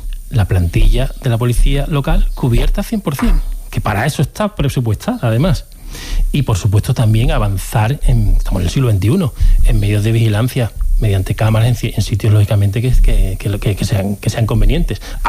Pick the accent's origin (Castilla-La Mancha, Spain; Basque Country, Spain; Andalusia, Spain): Andalusia, Spain; San Fernando; born there; now in Seville, Spain; No, nací en San Fernando.